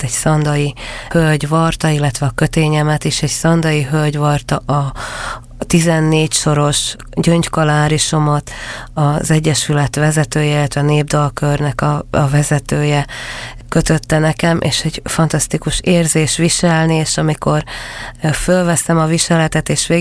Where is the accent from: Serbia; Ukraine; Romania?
Ukraine; Berehove, Zakarpattia Oblast; moved away as an adult; now in Hungary; Most már nyugodt szívvel tudom azt mondani, hogy Beregszász örökké az én drága szülőföldem lesz.